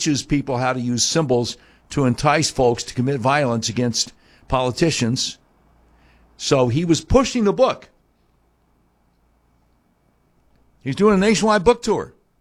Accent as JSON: {"language": "English", "region": "the South", "country": "United States", "said": "I'm from the South"}